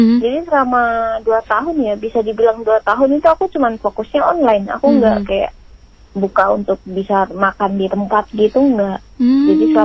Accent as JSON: {"language": "Indonesian", "town": "Medan", "region": "North Sumatra", "country": "Indonesia", "moved": "as an adult", "lives_now": "Kupang, Indonesia", "said": "Jadi aku sendiri kan orang Medan kan, aku dari Medan, lahirnya dari Medan. Jadi aku datang ke Kupang itu baru masuk 5 tahun."}